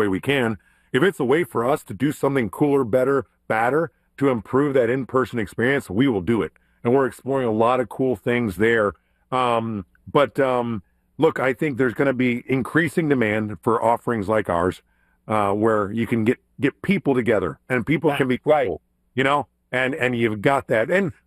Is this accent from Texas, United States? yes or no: yes; Texas, United States; I'm from Texas. They used to call it the Texas New Year, right?